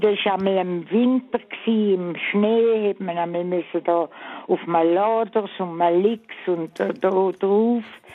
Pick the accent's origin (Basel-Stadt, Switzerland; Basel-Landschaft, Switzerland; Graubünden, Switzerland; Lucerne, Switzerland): Graubünden, Switzerland; Chur; Ich bin in Chur aufgewachsen.